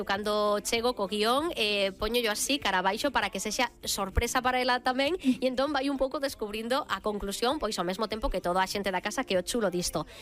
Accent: Galicia, Spain; Non, mira que somos de Bodente en Galicia, pero bueno, son estilos.

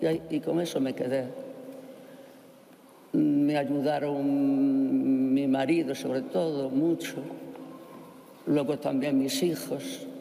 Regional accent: Coirós, Galicia, Spain; soy de una chica de aldea. Nací en Coirós, que está cerquita de Betanzos.

